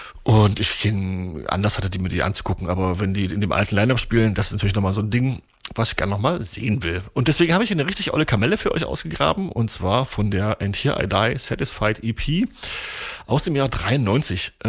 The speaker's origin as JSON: {"language": "German", "town": "Torgau", "region": "Saxony", "country": "Germany", "tie": "born or raised there", "said": "ich komme aus Torgau, das ist meine Heimatstadt."}